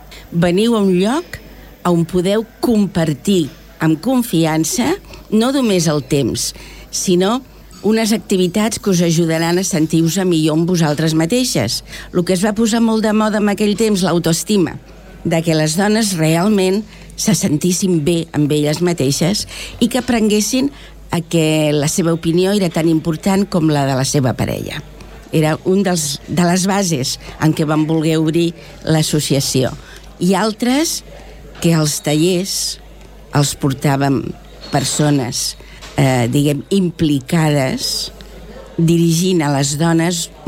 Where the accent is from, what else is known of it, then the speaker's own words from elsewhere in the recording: Collblanc, Catalonia, Spain; Vull dir, tant el meu marit com jo vam néixer a Collblanc. Els nostres pares haguessin volgut que seguíssim visquent a Collblanc